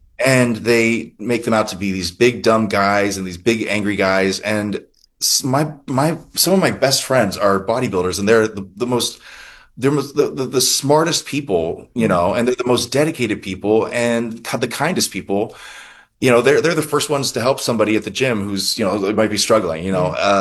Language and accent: English; Dover, Ohio, United States; my hometown in Dover at the Quaker Cinema